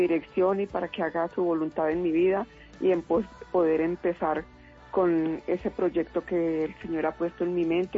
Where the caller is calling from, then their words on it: Subachoque, Cundinamarca, Colombia; En Subachoque, Cundinamarca.